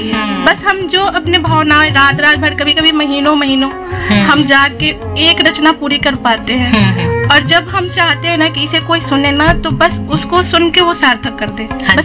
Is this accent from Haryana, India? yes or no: no; Bihar, India; moved away; proper मैं बिहार से हूँ और यहाँ मैं छात्र हूँ